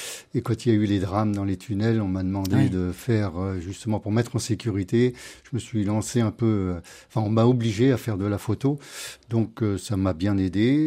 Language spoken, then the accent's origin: French; Fécamp, Normandy, France; now in Marseille, France; Je suis normand d'origine, j'ai travaillé en port maritime à Fécamp, ma ville natale.